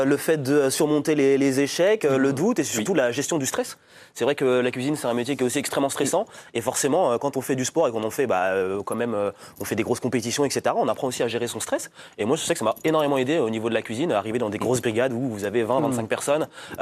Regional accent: France; also born or lived in Haiti; Moi je suis né en Haïti, mais j'ai été adopté à 2 ans, donc forcément j'ai aussi mon cœur qui est totalement français.

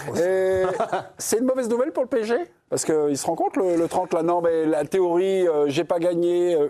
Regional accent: France; Je suis français

